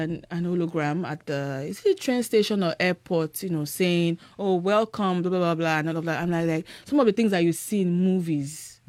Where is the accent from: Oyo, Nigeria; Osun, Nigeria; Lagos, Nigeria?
Oyo, Nigeria; Ibadan; Like, I grew up in Ibadan. I wasn't used to that hard life